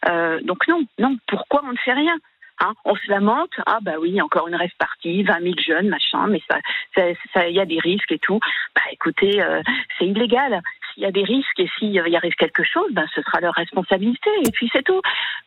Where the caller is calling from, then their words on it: Centre-Val de Loire, France; je vous appelle, j'habite dans le Cher, j'habite du côté de Sancerre, donc c'est à peu près une demi-heure de Bourges.